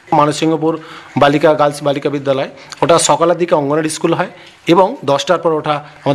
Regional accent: Mansinghpur, West Bengal, India; born there

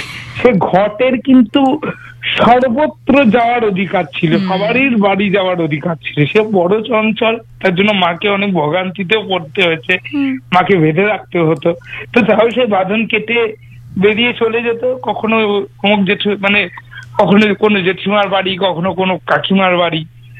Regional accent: Dakshin Dinajpur district, West Bengal, India; born there; also born or lived in Murshidabad; now in Malda, India; মুর্শিদাবাদ থেকে একটি পরিবার দক্ষিণ দিনাজপুর জেলার একটি শহরে গিয়ে পৌঁছলো 2006 সালে। তখন আমার 6 বছর বয়স।

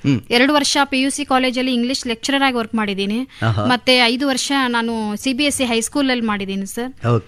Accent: Bagalkot, Karnataka, India; now in Bengaluru, India; ನಾವು ಬಾಗಲಕೋಟೆಯಿಂದ ಬಂದಿದ್ದೀವಿ, ಇಲ್ಲಿ ಕೆಲಸದ ಮೇರೆಗೆ ಅಂತ ಬ್ಯಾಂಗ್ಳೂರಲ್ಲಿ ಇರೋದು.

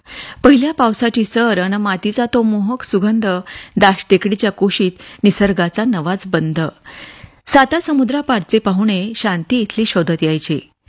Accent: Mozari, Maharashtra, India; moved away; आज मी मोठी झाले असले तरी माझ्या अस्तित्वाची नाळ या मोझरीच्या मातीशी जोडलेली आहे. मोझरी हे केवळ माझं गाव नाही, तर ते माझ्या आत्म्याचं, माझ्या श्वासाचं आणि माझ्या साहित्याचं चिरंतन माहेर आहे. या मातीत माझं बालपण गेलं

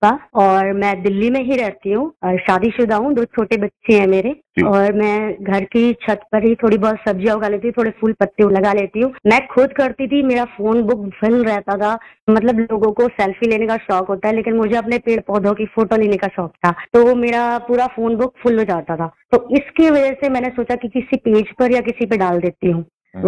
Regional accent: Uttarakhand, India; Sir, मैं बताना चाहूंगी कि मैं पहाड़ों से हूँ, मैं बेसिकली उत्तराखंड से हूँ, तो हमारी ब्लड लाइन में ही है नेचर प्रकृति।

